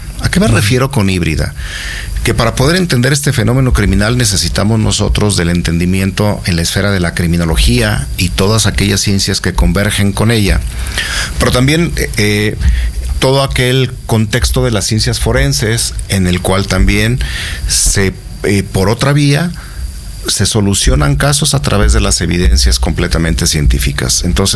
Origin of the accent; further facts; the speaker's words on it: Mexico; moved away as an adult; now in Ecuador; soy mexicano, soy de formación híbrida también, criminólogo criminalista, y pues tengo ya aquí en Ecuador justamente compartiendo estos conocimientos ya algunos meses